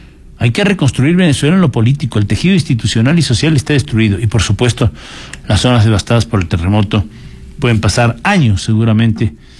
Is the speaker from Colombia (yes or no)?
no; Ecuador